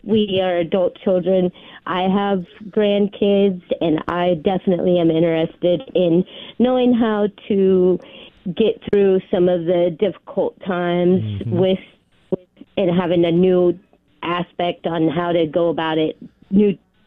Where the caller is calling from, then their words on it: Kearney, Nebraska, United States; I'm calling from Kearney, Nebraska.